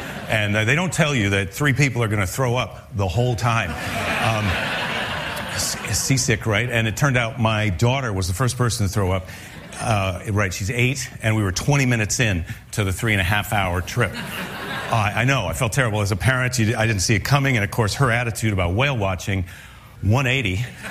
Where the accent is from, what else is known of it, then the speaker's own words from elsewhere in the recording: Iowa, United States; We were going to go whale watching because I'm from the Midwest. I'm from Iowa, where whale watching was not on the menu.